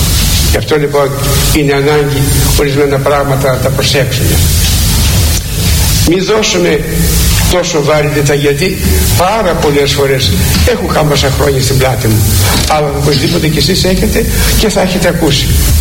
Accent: Greece; σαν Έλληνες

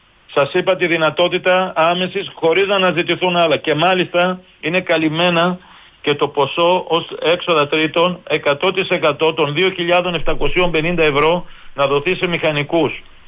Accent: Pontokomi, Western Macedonia, Greece; εγώ προσωπικά είμαι από λιγνητική περιοχή, κατάγομαι από την Ποντοκόμη Κοζάνη, με την κατάσταση και λοιπά, υπάρχει πιο λιγνητική.

